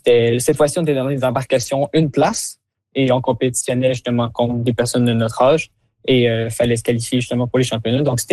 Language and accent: French; Quebec, Canada; Moi, je viens de Québec originalement, mais justement, j'étais dans un collège dans l'Ouest.